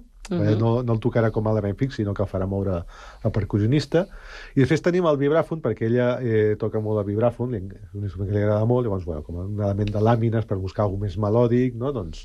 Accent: Sant Cugat del Vallès, Catalonia, Spain; moved away as an adult; jo soc nascut a Sant Cugat, actualment ja no hi visc a Sant Cugat, però soc nascut aquí i he viscut 41 anys a Sant Cugat.

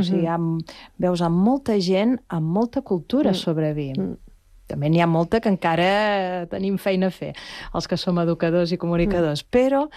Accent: Valls, Catalonia, Spain; jo sóc de Valls

